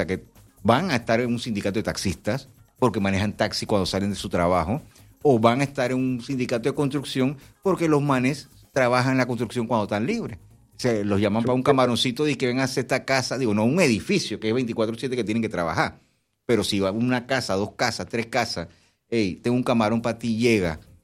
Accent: Panama; somos panameños

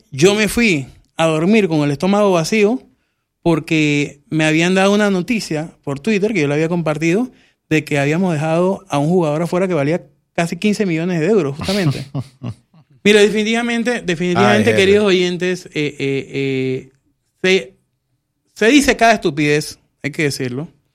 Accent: Costa Rica; yo como costarricense

